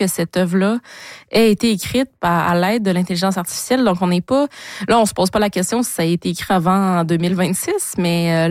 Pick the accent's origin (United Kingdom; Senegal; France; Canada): Canada; en tant que Canadien, puisque ça touche un des nôtres.